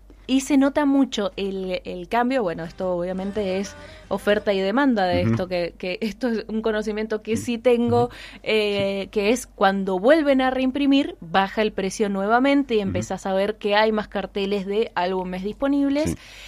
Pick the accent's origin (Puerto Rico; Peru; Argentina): Argentina; nos ponemos más argentinos, y bueno, somos intensos los argentinos, lo sabemos.